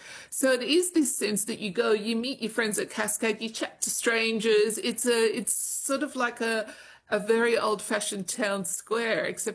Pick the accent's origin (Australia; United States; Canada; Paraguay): Australia; Sydney, New South Wales; I'm from Sydney, and in Sydney when I was growing up, if you were meeting someone in town, you'd say, oh, let's meet at Town Hall steps.